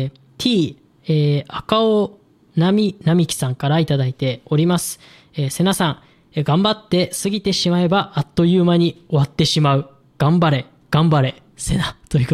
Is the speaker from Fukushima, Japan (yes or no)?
no; Ibaraki, Japan; 僕もね、茨城県出身なので